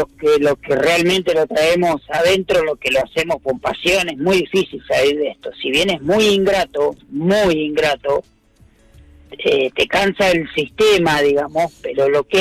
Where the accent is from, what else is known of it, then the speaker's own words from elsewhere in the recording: Mar del Plata, Buenos Aires Province, Argentina; Nativo de Mar del Plata.